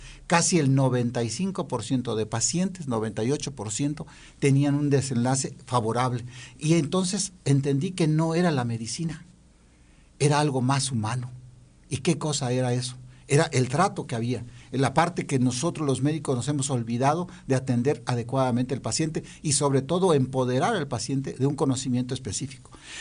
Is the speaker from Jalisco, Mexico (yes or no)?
no; Comitán, Chiapas, Mexico; ahí en mi pueblo, en Comitán, yo soy de Comitán